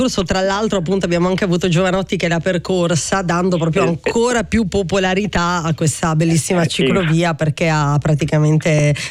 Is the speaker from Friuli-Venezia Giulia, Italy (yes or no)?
yes; Visco, Friuli-Venezia Giulia, Italy; Visco è il mio paese originario, tra l'altro, anche se non ci abito da 30 anni.